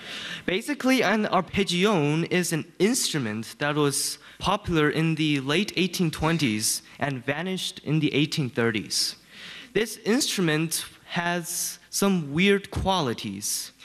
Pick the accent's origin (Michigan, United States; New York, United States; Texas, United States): Texas, United States; Houston; I am 15 years old, and I am from Houston, Texas.